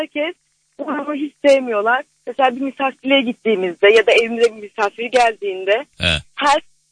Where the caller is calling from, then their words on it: Zonguldak, Turkey; Zonguldak'tayım. Şu an işe gidiyorum.